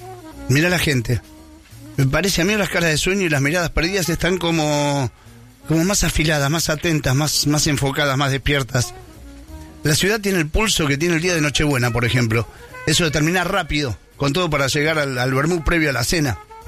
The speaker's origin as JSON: {"language": "Spanish", "country": "Argentina", "said": "Por ahora somos argentinos antes de un partido de mundial."}